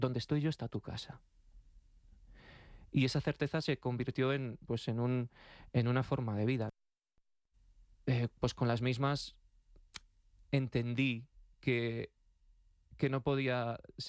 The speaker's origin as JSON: {"language": "Spanish", "town": "Alcalá de Henares", "region": "Community of Madrid", "country": "Spain", "tie": "born or raised there", "said": "yo soy de Alcalá de Henares, nacido"}